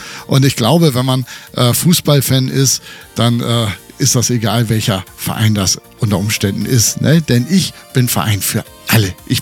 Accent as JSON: {"language": "German", "region": "Northern Germany", "country": "Germany", "moved": "yes", "lives_now": "Baden-Württemberg, Germany", "said": "wenn du so als Norddeutscher da denn stehst vor dem Kühlregal"}